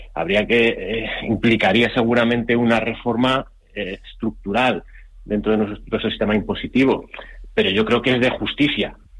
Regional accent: Madrid, Community of Madrid, Spain; En Madrid, por ejemplo, yo soy de Madrid

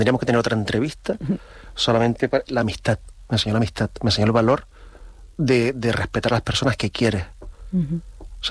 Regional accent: Canary Islands, Spain; yo soy canario, ¿vale? No soy canario porque en mi DNI ponga que nací en una isla o en otra. Soy canario porque es que siento Canarias como parte de mí.

